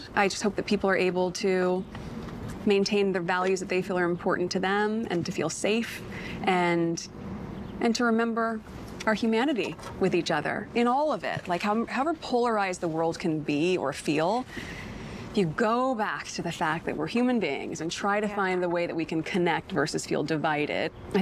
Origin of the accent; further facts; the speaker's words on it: Los Angeles, California, United States; moved away as an adult; That's what I know my hometown to be.